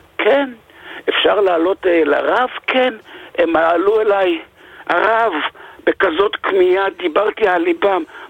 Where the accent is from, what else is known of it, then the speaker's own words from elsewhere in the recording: Bnei Brak, Tel Aviv District, Israel; אני בני ברקי והתפללתי בבית כנסת מערב של פה בבית סילל.